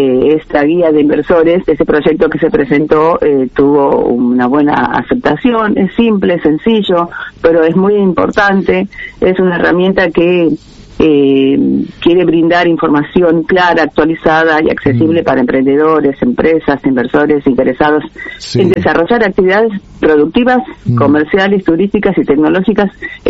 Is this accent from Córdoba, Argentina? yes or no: no; Buenos Aires Province, Argentina